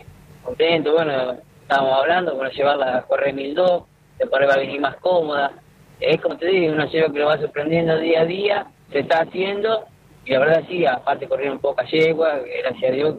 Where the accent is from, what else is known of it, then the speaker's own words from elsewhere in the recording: Olavarría, Buenos Aires Province, Argentina; Yo soy de Olavarría, yo trabajo en la zona de Azul y todo alrededor, todo el entorno de toda la ciudad de afuera.